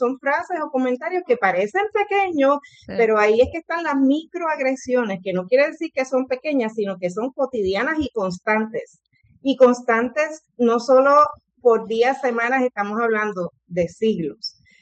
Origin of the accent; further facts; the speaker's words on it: Puerto Rico; yo me considero una mujer puertorriqueña evidentemente negra